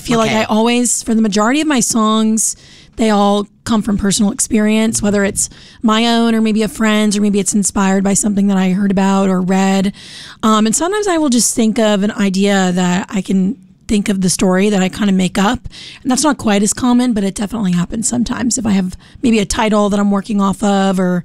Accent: New Hampshire, United States; now in Nashville, United States; I'm actually from New Hampshire.

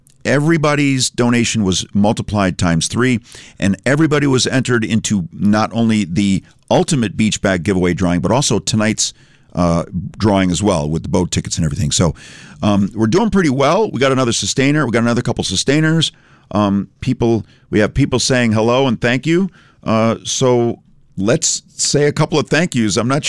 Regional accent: Windsor, Connecticut, United States; moved away; I grew up in Windsor. Windsor's the next town over from Bloomfield

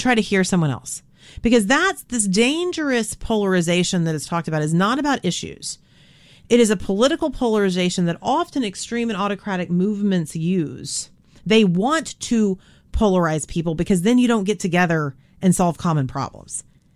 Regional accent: Texas, United States; I grew up in Texas.

